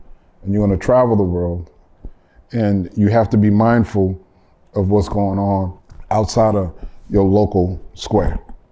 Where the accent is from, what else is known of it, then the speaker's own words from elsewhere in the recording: New Orleans, Louisiana, United States; You know, growing up in New Orleans, when I would run into other musicians, we'd always talk about music, what you're working on.